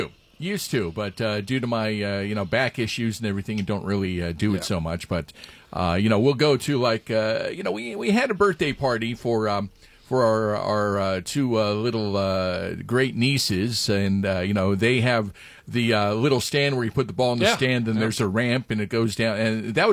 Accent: Niles, Ohio, United States; moved away as an adult; also born or lived in New Jersey; I was born and raised in Niles.

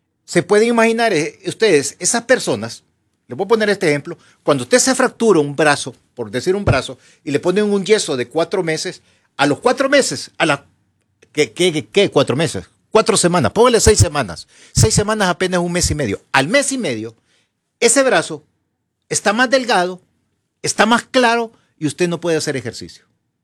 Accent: Honduras; Eso somos Honduras.

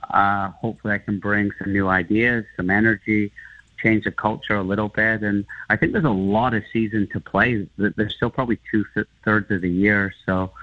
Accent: Vancouver, British Columbia, Canada; also born or lived in England; now in Toronto, Canada; I grew up in Vancouver, moved over to England for 13 years, came back, played for the Whitecaps for a bit, traded to Toronto, and then finished off back in Europe.

